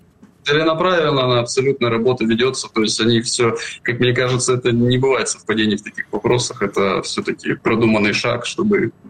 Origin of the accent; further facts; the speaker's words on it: Krasnoyarsk Krai, Russia; Красноярский край. Я из Красноярского края. То есть у нас полуостров Таймыр, 8 этносов проживают из числа коренных малочисленных народов.